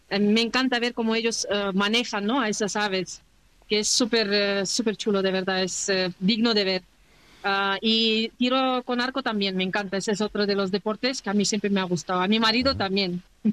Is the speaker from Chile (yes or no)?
no; Kyrgyzstan; now in Spain; extraoficialmente soy la presidenta de la diáspora de Kirguistán en España y además soy la presidenta de la Asociación Hispana Kirguís